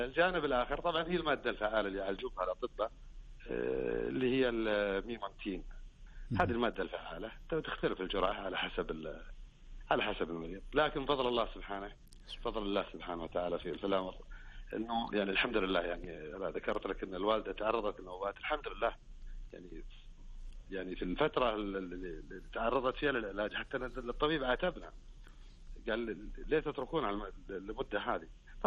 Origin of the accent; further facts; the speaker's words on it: Bisha, Asir, Saudi Arabia; والله طال عمرك من بيشه.